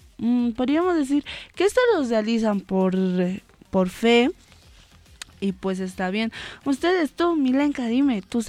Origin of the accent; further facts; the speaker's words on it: Potosí, Bolivia; Somos potosinas.